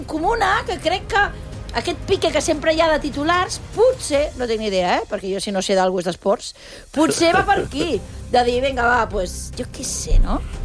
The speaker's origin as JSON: {"language": "Catalan", "region": "Catalonia", "country": "Spain", "said": "jo soc catalana i vull que guanyi Espanya"}